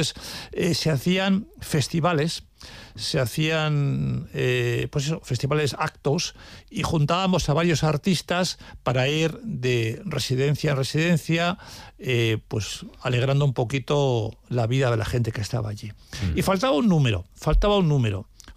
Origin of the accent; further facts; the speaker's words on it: Bilbao, Basque Country, Spain; now in San Sebastián, Spain; mi familia y yo también éramos o somos de Bilbao, éramos de Bilbao, porque vivo aquí en Donosti, pero toda mi familia es de allí.